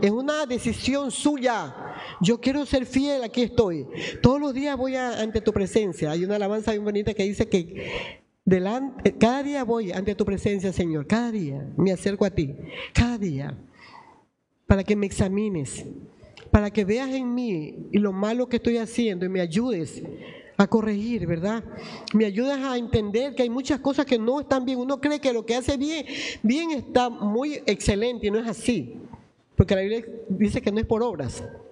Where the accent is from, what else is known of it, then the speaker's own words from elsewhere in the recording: Guayaquil, Guayas, Ecuador; born there; Usted dígale gracias porque nací en Guayaquil. Nunca reniegue donde nació.